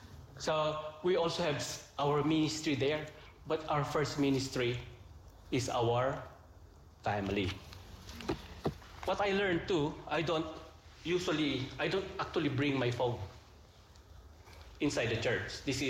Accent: Philippines; now in New Zealand; Then I'm a Filipino.

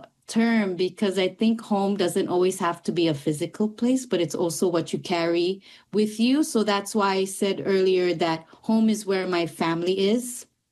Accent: Micronesia; also born or lived in Pohnpei; a lot of my upbringing was, which was in Micronesia. I was born in Pohnpei, but growing up, I island hopped to different islands.

